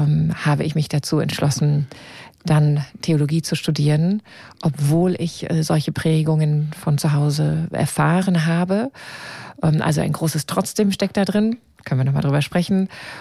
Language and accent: German; Erfurt, Thuringia, Germany; also born or lived in Berlin; Geboren bin ich in Berlin-Pankow. Durch einen Zufall. Meine Mutter war gerade zu dem Tag, zu dem Termin in Berlin. Und dort bin ich auf die Welt gekommen. Aufgewachsen bin ich in Erfurt in den 70er und Anfang der 80er Jahre.